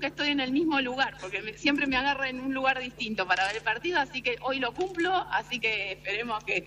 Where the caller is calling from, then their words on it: Coronel Suárez, Buenos Aires Province, Argentina; Estoy llegando a Saladillo, pero soy de Coronel Suárez.